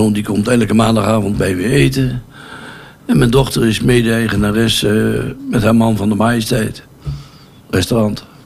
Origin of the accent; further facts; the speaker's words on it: Kampen, Overijssel, Netherlands; Ja, ik ben hier geboren, getogen en ik zal hier ook ooit sterven.